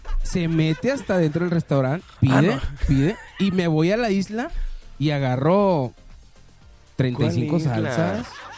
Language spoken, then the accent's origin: Spanish; Ciudad Juárez, Chihuahua, Mexico; Es que yo vengo de Juárez, amigo.